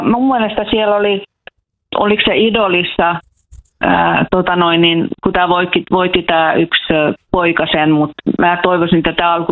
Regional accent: Naantali, Southwest Finland, Finland; moved away as an adult; now in Mariehamn, Finland; En ole syntyperäinen. Mä oon Naantalista kotoisin, mutta oon asunut täällä 40 vuotta.

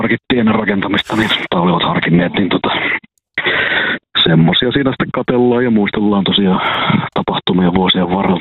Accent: Kuopio, North Savo, Finland

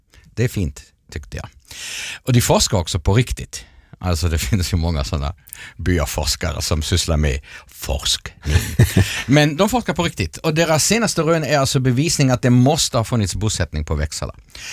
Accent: Vörå, Ostrobothnia, Finland; så gjorde ni inte som i min hemkommun i Vörå

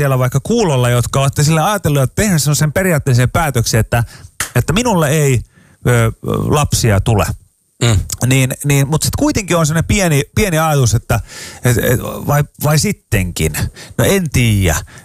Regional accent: Pori, Satakunta, Finland; Mä oon Porista

